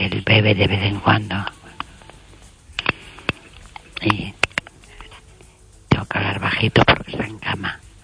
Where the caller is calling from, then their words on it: Vigo, Galicia, Spain; Desde Vigo.